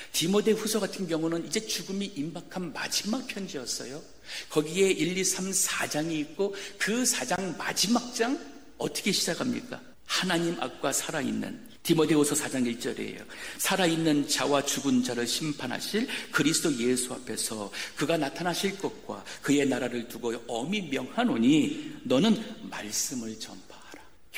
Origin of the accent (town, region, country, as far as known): South Korea